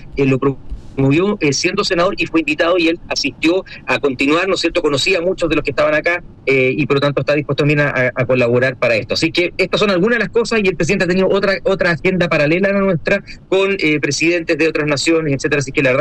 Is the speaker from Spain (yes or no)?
no; Chile